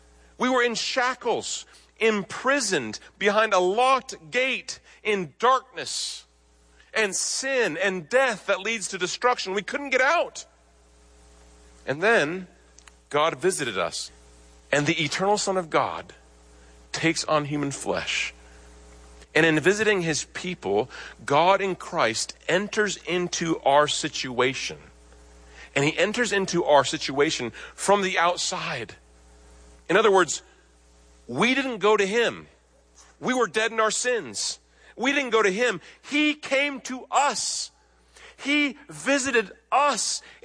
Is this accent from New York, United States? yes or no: no; Nebraska, United States; You city folk might not know this, but I grew up in Nebraska, and my grandpa raised cattle